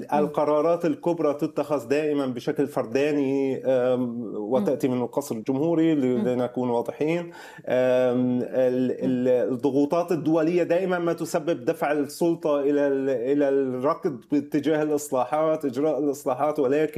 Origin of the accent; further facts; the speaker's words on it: Syria; عندنا بسوريا